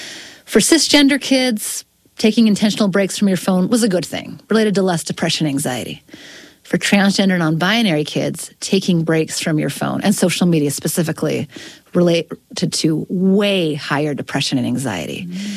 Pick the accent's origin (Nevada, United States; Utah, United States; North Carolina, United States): Utah, United States; so I'm from Utah